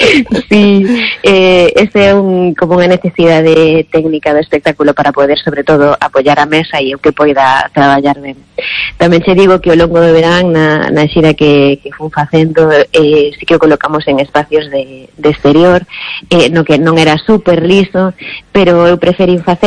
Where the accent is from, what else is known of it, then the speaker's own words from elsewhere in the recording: Laracha, Galicia, Spain; inspiradas no Castro de Montes Claros, o lugar onde eu son, de Laracha, están concretamente na parroquia de Vilaño